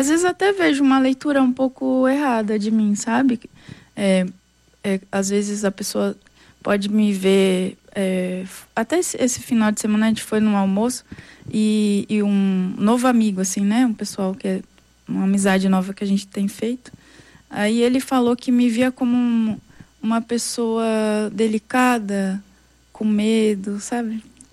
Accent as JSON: {"language": "Portuguese", "region": "Minas Gerais", "country": "Brazil", "said": "sou mineira, cabreira"}